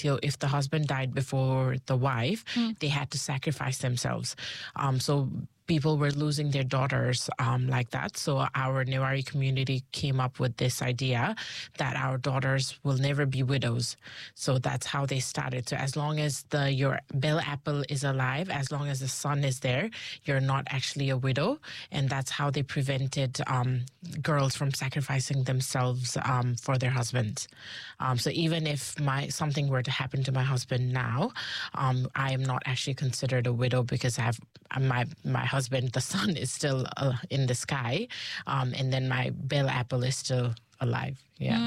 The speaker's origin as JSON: {"language": "English", "country": "Nepal", "moved": "yes", "lives_now": "New Zealand", "said": "I am originally from Nepal. I've been living in New Zealand since 2012."}